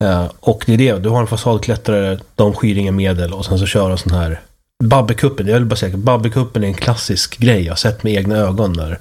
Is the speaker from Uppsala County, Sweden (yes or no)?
yes; Uppsala, Uppsala County, Sweden; i Uppsala där jag växte upp.